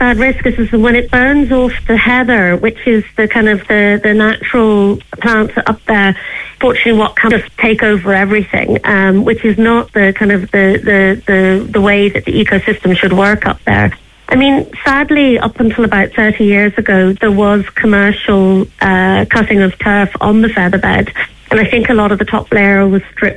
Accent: Glencree, County Wicklow, Ireland; growing up in Glencree

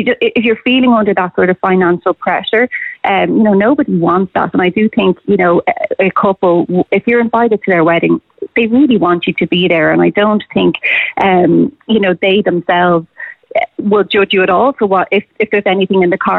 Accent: Ireland; I don't know if we'll get to a point as Irish people where we'll turn up to a wedding or any other event

